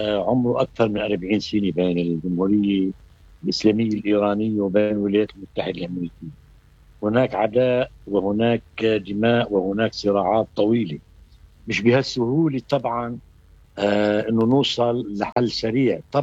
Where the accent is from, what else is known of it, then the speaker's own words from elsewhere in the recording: Lebanon; نحن كلبنانيين